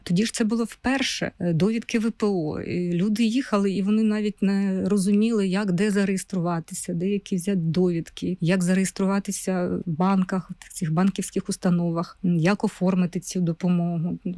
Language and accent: Ukrainian; Kurakhove, Donetsk Oblast, Ukraine; moved away as an adult; це було моє рідне місто, в якому я народилася.